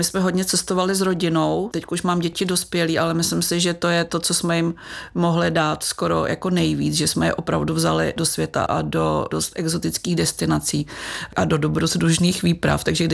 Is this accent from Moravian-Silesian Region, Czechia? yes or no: no; Hostinné, Hradec Králové Region, Czechia; also born or lived in Prague; jak jsem se dostala z Hostinného a ze studia v Praze k cestování ve světě.